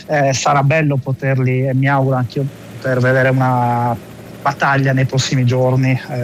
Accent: Sardinia, Italy; now in Lugano, Switzerland; Sarò in Sardegna la settimana prossima, nella mia terra, dove ho la possibilità di tornare più spesso rispetto a quando correvo

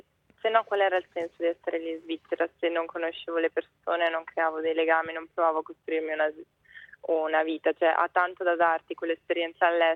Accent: Udine, Friuli-Venezia Giulia, Italy; moved away as an adult; also born or lived in Switzerland / Canada; mantenevo il mio legame con casa mia, Udine. Sono di Udine, dove intanto avevo il mio ragazzo e la mia famiglia.

